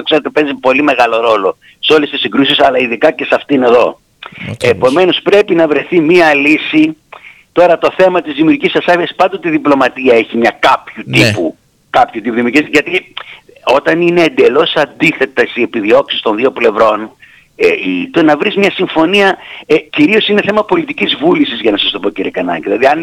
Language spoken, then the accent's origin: Greek; Greece; Διότι εμείς είμαστε κοντά απέναντι από την Αίγυπτο, ειδικά η Κρήτη